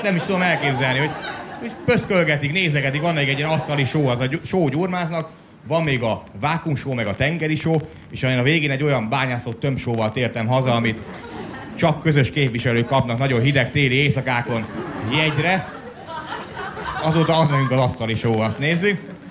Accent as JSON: {"language": "Hungarian", "region": "Great Hungarian Plain", "country": "Hungary", "tie": "born or raised there", "said": "Én alföldi gyerek vagyok"}